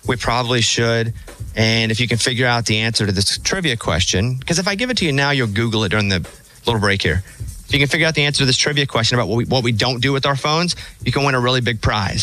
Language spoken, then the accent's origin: English; Mountain Pine, Arkansas, United States; moved away; Why did you go to my hometown